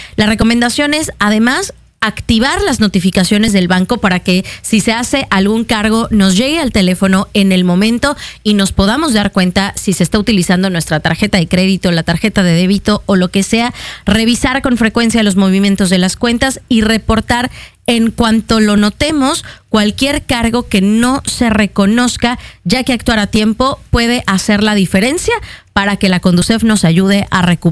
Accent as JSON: {"language": "Spanish", "region": "Yucatán", "country": "Mexico"}